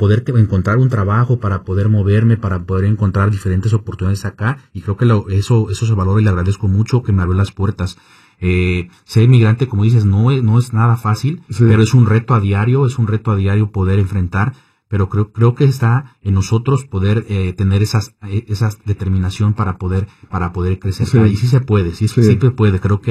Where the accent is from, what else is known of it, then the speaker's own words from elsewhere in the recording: Mexico; now in Illinois, United States; somos mexicanos en Estados Unidos